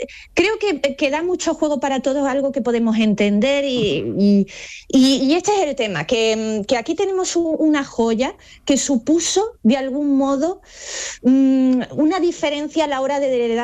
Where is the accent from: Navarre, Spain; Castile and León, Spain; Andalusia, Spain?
Andalusia, Spain; Málaga